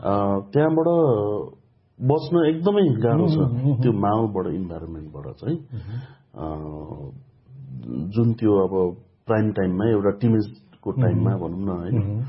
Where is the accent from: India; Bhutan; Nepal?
Nepal; Dharan, Koshi Province; also born or lived in Letang, Morang; मेरो जन्म चाहिँ लेटाङ मोरङ हो, तर सानैमा लगभग 4-5 वर्षमा हामी धरान सिफ्ट भयो र मेरो बाल्यकाल चाहिँ धरानमै भयो